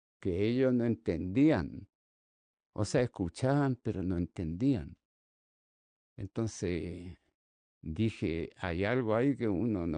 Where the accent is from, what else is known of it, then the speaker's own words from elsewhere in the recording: Chile; also born or lived in France; now in Santiago, Chile; Yo siempre dije porque era chileno, no puedo ser europeo, yo no soy europeo.